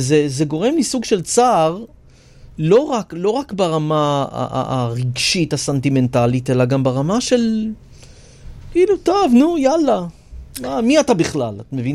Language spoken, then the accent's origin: Hebrew; Rishon LeZion, Central District, Israel; אני נולדתי וגדלתי בראשון לציון כל השנים, אני גם גר שם היום.